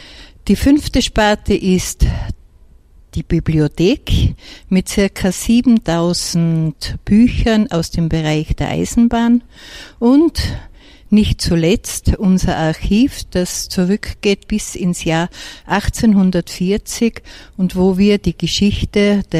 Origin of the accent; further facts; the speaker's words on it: Tyrol, Austria; now in East Tyrol, Austria; Also man wird es ja auch hören, ich bin ja keine gebürtige Osttirolerin, sondern ich bin an der Zillertalbahn aufgewachsen